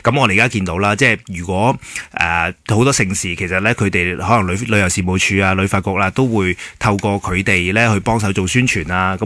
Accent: Hong Kong

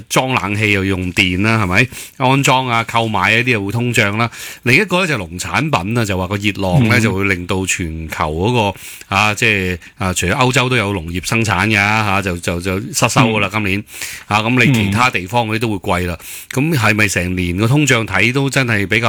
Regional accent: Foshan, Guangdong, China; 我家鄉佛山

